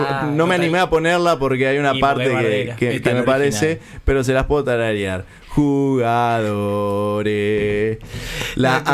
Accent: Uruguay

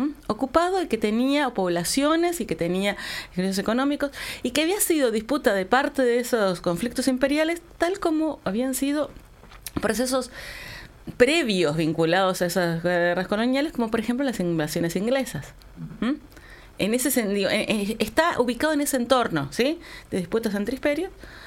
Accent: Argentina; yo estoy hablando aquí como alguien de Argentina, sí. Soy ciudadana argentina, soy argentina, y viví parte de ese proceso bélico en mi infancia

